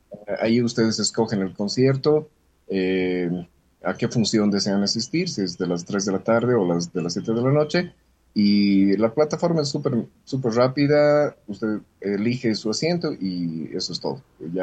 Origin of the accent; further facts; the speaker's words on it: Bolivia; Como somos buenos bolivianos